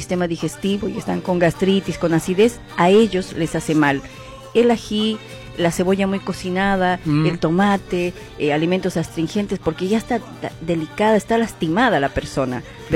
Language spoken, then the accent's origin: Spanish; La Paz, Bolivia; cuando era niña, en Bolivia, en La Paz